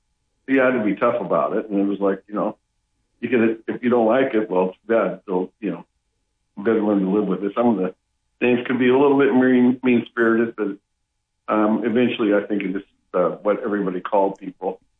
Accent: Butte, Montana, United States; moved away as an adult; also born or lived in Missoula, Montana; now in California, United States; Well, I lived in Butte while I was growing up from 1960 until about 1980. Then I went to school in Missoula for a couple of years and finished up my college there. And then I moved back to Butte for a couple more years.

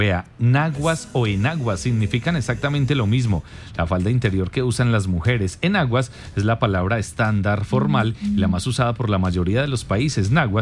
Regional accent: Caldas, Colombia; nosotros en Caldas no hablamos así como tan arrastradito como en Antioquia.

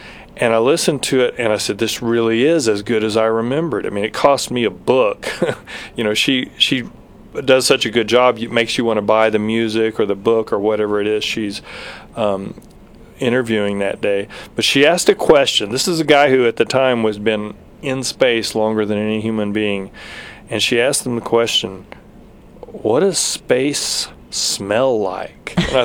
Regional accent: New Mexico, United States; They tell how it fits into your life as an American, as a Southern New Mexican.

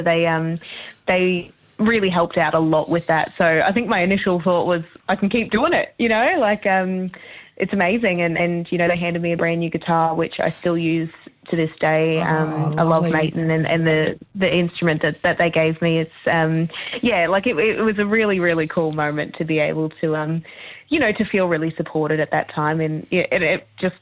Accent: Townsville, Queensland, Australia; I'm from Townsville

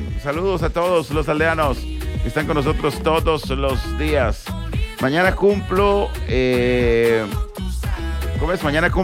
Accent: Moravia, San José, Costa Rica; born there; Yo fui a la Porfirio Brenes, Moravia Centro.

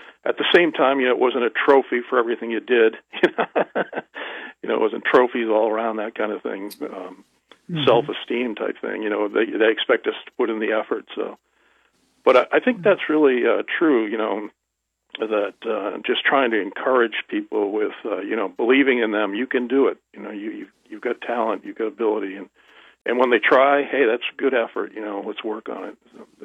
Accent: Duxbury, Massachusetts, United States; I grew up in a little town called Duxbury, Massachusetts, which is right across the bay from Plymouth Rock, where the Pilgrims first settled.

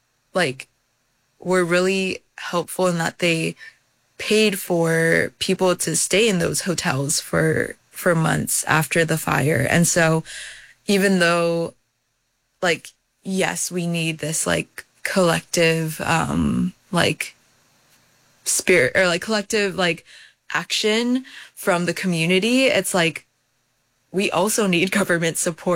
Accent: Hawaii, United States; because I'm from Oahu and the fire was on Maui

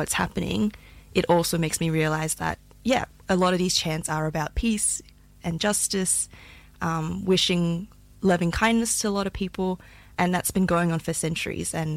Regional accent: Malaysia; these Buddhist chants, are something I grew up with in Malaysia.

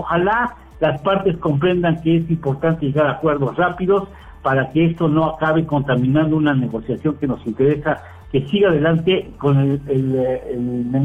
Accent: Mexico

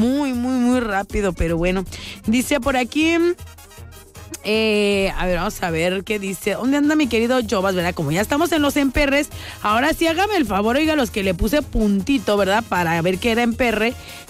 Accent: Mexico; Así da como buen mexicano.

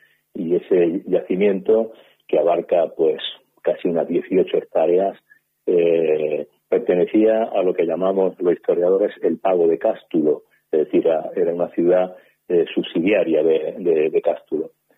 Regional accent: Marmolejo, Andalusia, Spain; now in Vilches, Spain; soy janero también, soy de Marmolejo, natural de Marmolejo. Pero curiosamente nunca he ejercido, después de 37 años de docencia, nunca he ejercido la docencia en mi pueblo natal.

